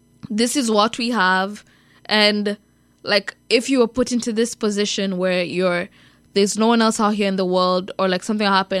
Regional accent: Kenya; because Lupita Nyong'o is Kenyan and I'm Kenyan.

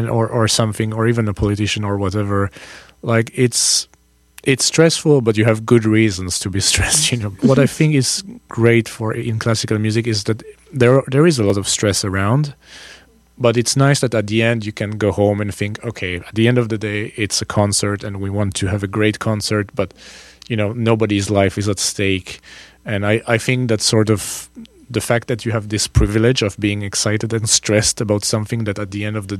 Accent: Paris, Île-de-France, France; and I come from Paris, you know, so yeah.

